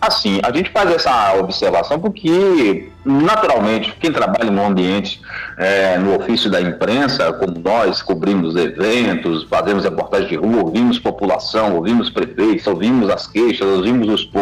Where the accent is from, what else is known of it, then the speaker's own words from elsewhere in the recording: Bahia, Brazil; mais no baixo sul da Bahia, de onde eu sou oriundo